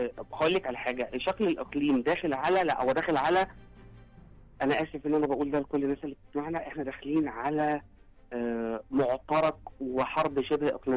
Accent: Egypt; الكلام ده احنا مش بنقوله عشان احنا مصريين

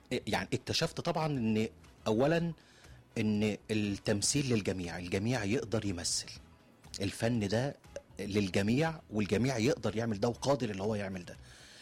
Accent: Egypt; احنا مصريين

